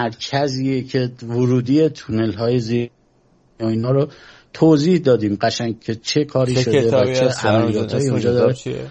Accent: Iran; به کشور ما

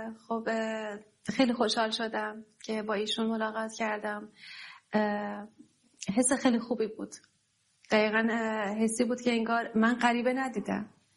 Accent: Esfarayen, North Khorasan, Iran; روی تخت بیمارستان شهرستان اسفراین، شهر خودمون

